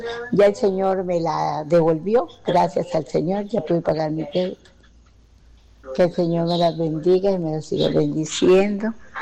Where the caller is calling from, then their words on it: Guanacaste, Costa Rica; de Guanacaste